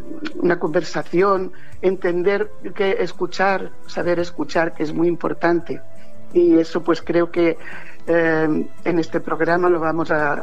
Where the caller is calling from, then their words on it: Mojácar, Andalusia, Spain; llamo desde Mojácar.